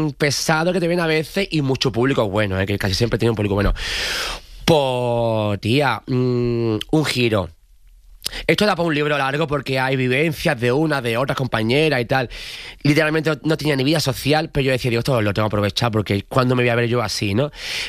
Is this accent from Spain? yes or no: yes; Jerez de la Frontera, Andalusia, Spain; En mi tierra, en Jerez